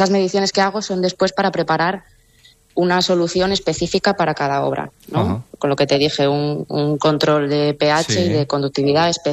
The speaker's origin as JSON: {"language": "Spanish", "town": "Avilés", "region": "Asturias", "country": "Spain", "said": "yo soy de Avilés"}